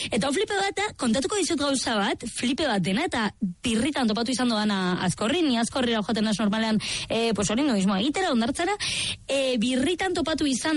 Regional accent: Bilbao, Basque Country, Spain; etzaitezte etorri ze Iralakoak gara super gaiztoak, eta bueno, bai, oso txungoak gara. Iralan oso txungoak gara, etzaitezte etorri nere ausora, mesedez.

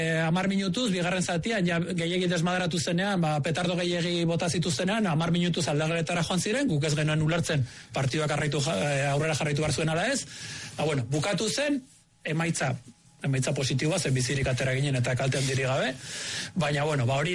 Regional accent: Bosnia & Herzegovina; now in Spain; gerra hasi zen, gure herrian, gurasoi etxe arrezieten, lagunak hil zizkidaten, ni Zubietan nengoen entrenatzen, eta zuen etxera bueltatu nahi Bosniako gerrako notiziak entzutera.

